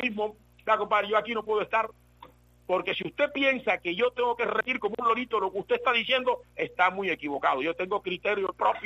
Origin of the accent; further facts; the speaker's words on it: San Basilio de Palenque, Bolívar, Colombia; born there; Yo nací en Palenque